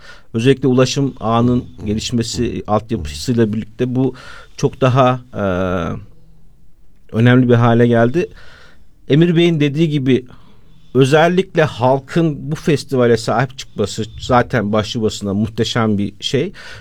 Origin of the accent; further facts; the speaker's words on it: Yozgat, Turkey; Ben aslen Yozgatlıyım.